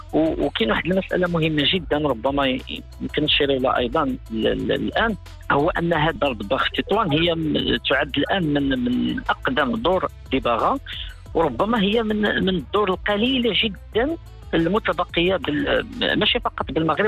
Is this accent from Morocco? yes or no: yes; Morocco; فاللي كيميزنا إحنا كمغاربة أو كمغرب كبلد